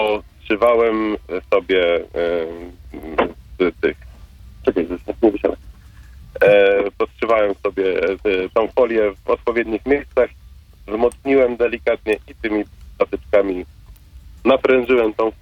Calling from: Sochaczew, Masovian Voivodeship, Poland

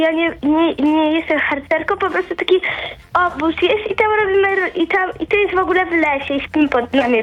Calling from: Bydgoszcz, Kuyavian-Pomeranian Voivodeship, Poland; Z Bydgoszczy.

